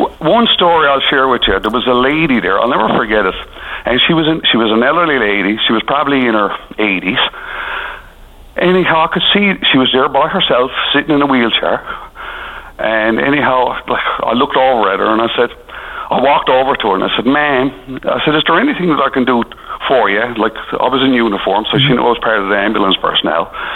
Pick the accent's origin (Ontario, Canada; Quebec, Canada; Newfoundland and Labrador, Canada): Newfoundland and Labrador, Canada; but, you know, as a Newfoundlander, and, you know, it was very proud for me to be there, and the job that St. John's did.